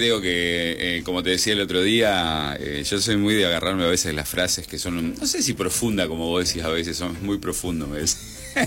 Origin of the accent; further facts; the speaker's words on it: San Juan, Argentina; born there; moved away; Nací en San Juan. Mamá mendocina y papá sanjuanino.